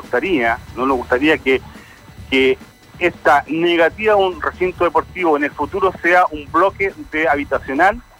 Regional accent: Valdivia, Los Ríos, Chile; nosotros queremos mucho Santa Elvira, crecimos, nos criamos en Santa Elvira

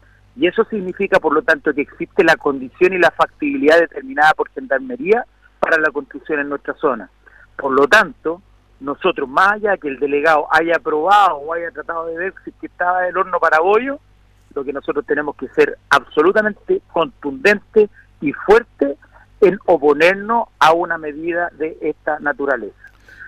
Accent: Los Andes Province, Valparaíso, Chile; soy el representante de Los Andes, yo soy andino neto.

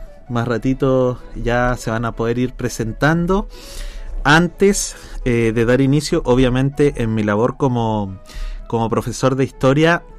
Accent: Chile; nos marca a nosotros como chilenos

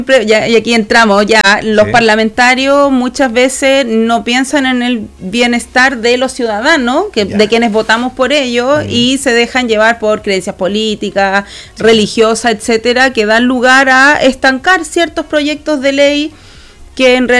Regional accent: Marchihue, O'Higgins, Chile; also born or lived in Santiago; now in Santa Cruz, Chile; yo crecí en Halcones, ahí en la comuna de Marchihue, y ahí me fui moviendo, como muchos provincianos, me fui a estudiar a Santiago, volví y acá estoy ya

